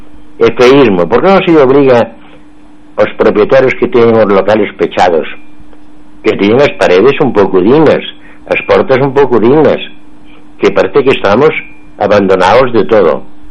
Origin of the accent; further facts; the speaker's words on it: Pantón, Galicia, Spain; now in Monforte de Lemos, Spain; fui un emigrante, levo vivindo 5 anos en Monforte, que me encanta porque son gallego de Pantón.